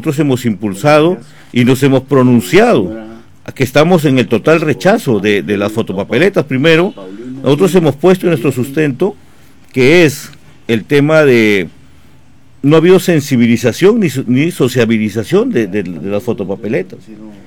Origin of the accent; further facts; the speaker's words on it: Castilla, Piura, Peru; ese potencial que como castellanos tenemos